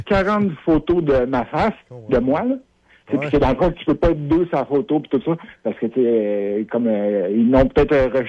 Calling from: Quebec, Canada; accent: Québécois; je suis un Québécois, moi

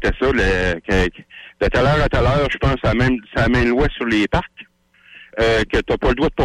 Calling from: Lévis, Quebec, Canada; Moi, je suis à Lévis, ici, le soir, là.

